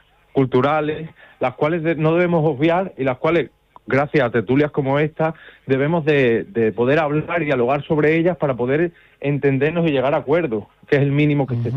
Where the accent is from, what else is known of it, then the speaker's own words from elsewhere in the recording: Spain; en el caso nuestro, como españoles